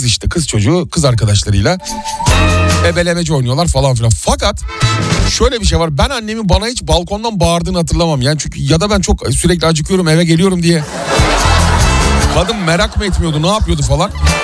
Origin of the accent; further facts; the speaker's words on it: Istanbul, Turkey; also born or lived in Bakırköy, Istanbul; ben Bakırköy'de doğdum büyüdüm, Bahçelievler'de doğdum büyüdüm. Ön tarafımız açıktı ama arka taraftaki bina ile aramızda 5 metre yoktur.